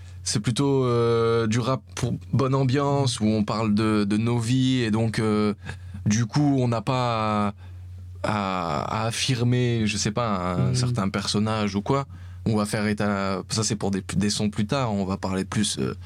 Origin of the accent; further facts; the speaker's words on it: Sisteron, Provence-Alpes-Côte d'Azur, France; je suis français, je viens du sud-est de la France à Sisteron, on va dire Marseille, comme ça c'est plus simple.